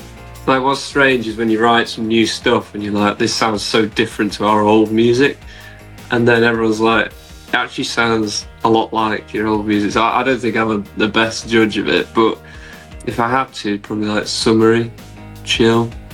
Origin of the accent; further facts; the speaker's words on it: Macclesfield, North West England, United Kingdom; I mean, we grew up outside of Manchester, so it's like this tiny little town called Macclesfield.